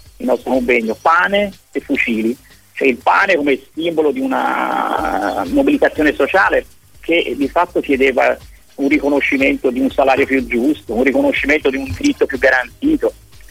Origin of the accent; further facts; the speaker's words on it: Florence, Tuscany, Italy; moved away as an adult; now in Cagliari, Italy; per chi come me è un forestiero e sentirà dall'incedere del mio parlato. Io sono fiorentino, ma mi sento cagliaritano a tutti gli effetti da più di 25 anni.